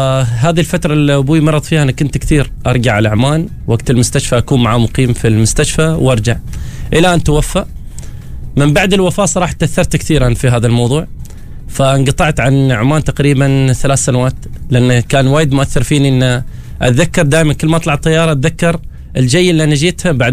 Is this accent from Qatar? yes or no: yes; Qatar; accent: Batinah (Omani) dialect; also born or lived in Al-Musanaah, Oman; الوالد كان موجود هناك، عشت الطفولة في قطر واستمرت، خلاص الواحد يعني نشأ في مكان وحبه واستمر عليه